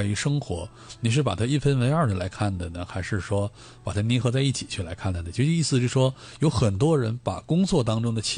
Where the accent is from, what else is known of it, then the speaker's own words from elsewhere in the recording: Northeast China, China; 用我们东北话讲，